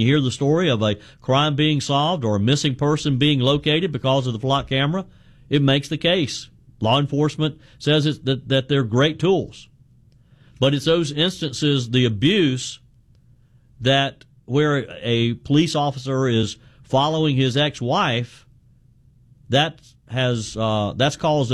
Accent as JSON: {"language": "English", "region": "South Carolina", "country": "United States", "said": "A county here in my home state of South Carolina, Oconee County, their county council has voted to remove them from the county."}